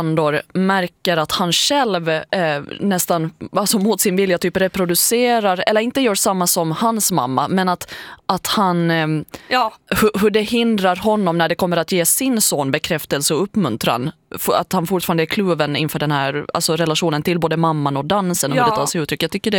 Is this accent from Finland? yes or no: yes; Finland; min finlandssvenska